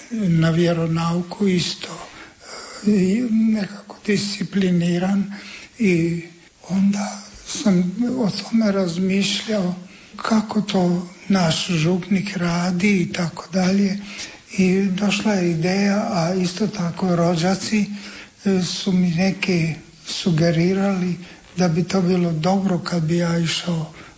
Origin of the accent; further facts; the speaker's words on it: Sveti Juraj na Bregu, Međimurje County, Croatia; i ja sam završio osnovnu školu u mom zavičaju u Međimurju, Sveti Juraj na Bregu